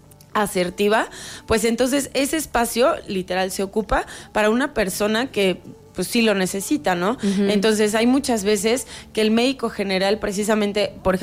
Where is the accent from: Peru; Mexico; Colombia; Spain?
Mexico